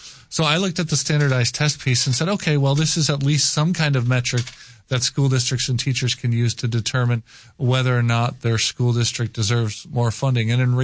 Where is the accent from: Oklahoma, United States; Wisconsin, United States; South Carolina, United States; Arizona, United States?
Wisconsin, United States; Appleton; this luncheon that was held in my hometown, Appleton, Wisconsin, the home of the John Birch Society